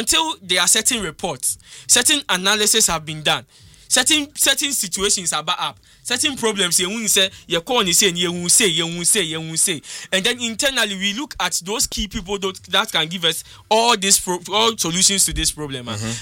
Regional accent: Ghana; The only time me as a Ghanaian, me share football

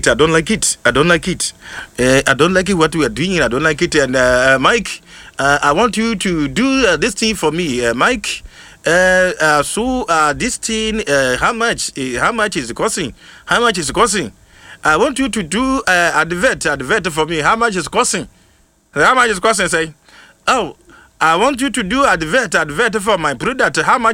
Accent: India; Because I'm Indian, you know.

